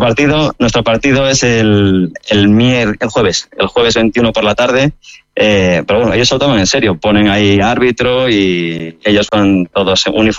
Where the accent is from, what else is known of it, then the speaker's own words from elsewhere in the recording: Spain; Como los españoles sabemos jugar todos.